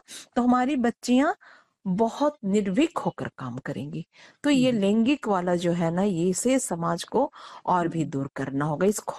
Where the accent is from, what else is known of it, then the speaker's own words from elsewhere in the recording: Chandrapura, Jharkhand, India; moved away as an adult; now in Ranchi, India; मैं चंद्रपुरा बोकारो से हूँ